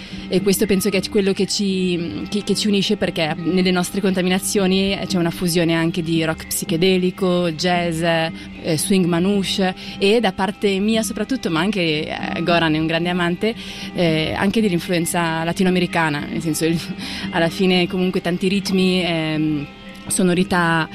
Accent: Ticino, Switzerland; sono di origine curda svizzera, ma nata e cresciuta in Ticino.

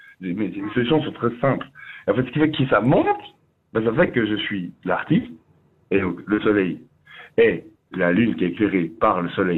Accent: Neuchâtel, Switzerland

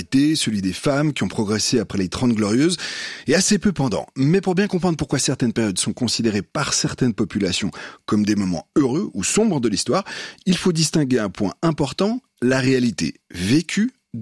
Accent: Switzerland; dans l'un des glaciers du Mont Rose, chez nous, en Suisse.

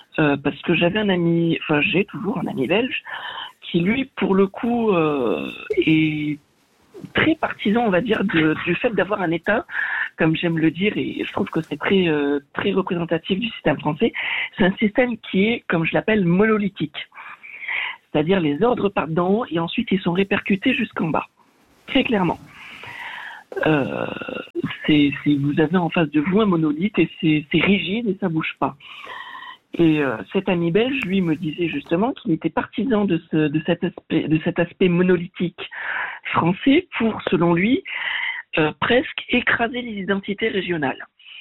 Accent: South-West France, France; C'est-à-dire que je viens du sud-ouest de la France, on a quand même une langue dans le sud-ouest de la France, qui s'appelle l'occitan.

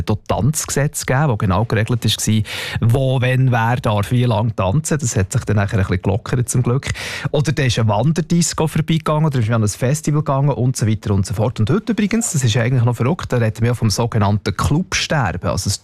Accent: Bern, Switzerland; ich bin auf dem Land aufgewachsen, im Görbental, oder? Da war jetzt genau gar nichts los gewesen. Also auch in meinem Dorf

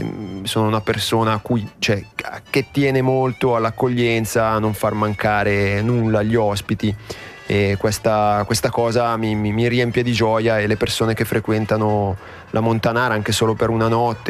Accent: Cardano al Campo, Lombardy, Italy; moved away; also born or lived in Varese; io sono italiano, nato a Varese, cresciuto a Cardano al Campo, che è una città, però è un piccolo paese della provincia di Varese.

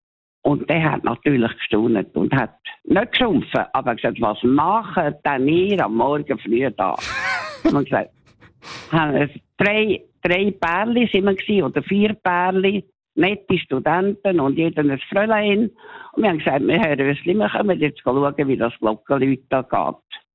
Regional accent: Zurich, Switzerland; Und ich bin in Oberstrasse aufgewachsen.

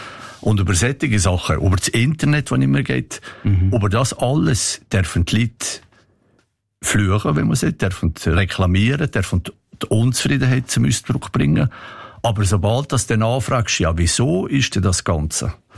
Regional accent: Switzerland; dass als Schweizer ist man jetzt Bürger von einem nicht freundlichen Land.

